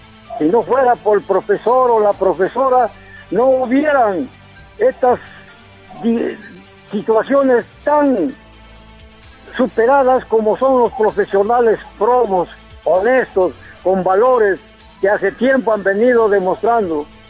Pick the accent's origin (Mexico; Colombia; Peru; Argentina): Peru; Cajamarca; moved away; allá en mi tierra, en Cajamarca